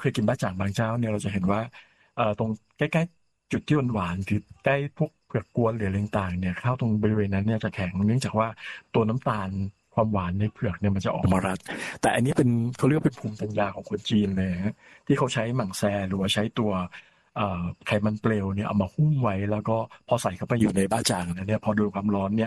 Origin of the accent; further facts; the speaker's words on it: Bangkok, Thailand; เป็นคนกรุงเทพครับคนเยาวราชครับ